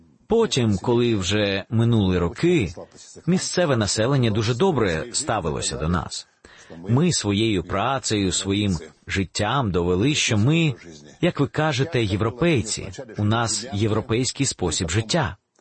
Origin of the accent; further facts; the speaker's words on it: Sukhumi, Abkhazia, Georgia; moved away as an adult; also born or lived in Uzbekistan / Crimea; now in Ukraine; Там моє дитинство проминуло. І школу, і музичне училище закінчив в Абхазії, в Сухумі.